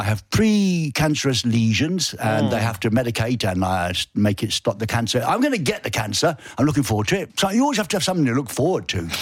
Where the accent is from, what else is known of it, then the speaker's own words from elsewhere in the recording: England, United Kingdom; You know, I'm an Englishman. I can take it.